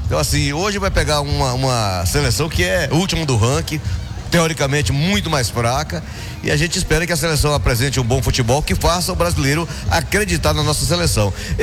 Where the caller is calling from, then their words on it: Brazil; eu sou brasileiro